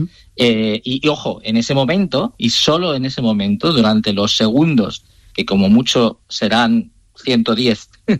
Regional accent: Turmiel, Castilla-La Mancha, Spain; Bueno, yo en mi pueblo, como te decía antes, en Turmiel. ¿Sí? Guadalajara, que es un sitio que tiene los cielos más oscuros, casi que te diría, de Europa.

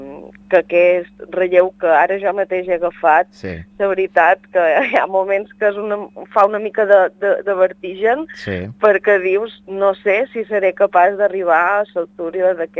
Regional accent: Sencelles, Balearic Islands, Spain

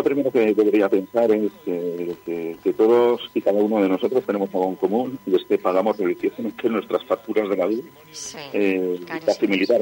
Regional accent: Bubierca, Aragon, Spain

